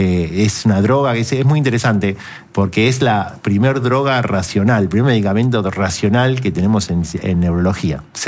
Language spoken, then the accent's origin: Spanish; Argentina